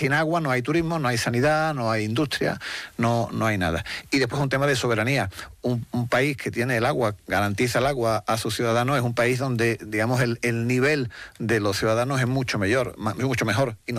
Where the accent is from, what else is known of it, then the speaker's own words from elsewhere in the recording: Spain; Bueno, no sé, a lo mejor en mi tierra aquí o quizás no. Pero sí deberíamos conocer el valor del agua, porque lo que sí hacemos bien los españoles